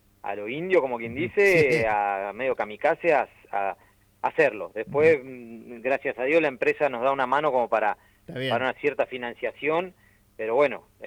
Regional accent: Santa Teresita, Buenos Aires Province, Argentina; also born or lived in San Clemente del Tuyú; yo nací en San Clemente, pero soy de toda la vida de Santa Teresita. Nací en San Clemente por una cuestión de que no había maternidad en Santa Teresita, pero siempre viví en Santa Teresita.

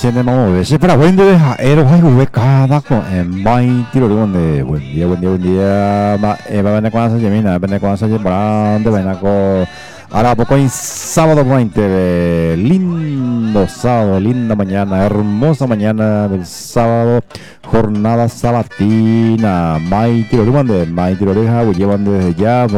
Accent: Paraguay; como buen paraguayo y paraguaya que somos.

